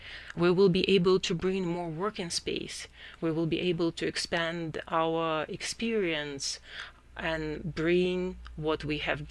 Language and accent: English; Ukraine; English is a second language; We are refugees from Ukraine. We were in occupied territory for quite some time.